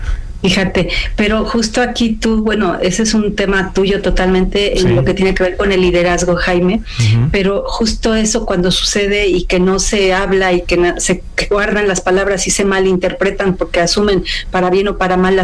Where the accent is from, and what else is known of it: Mexico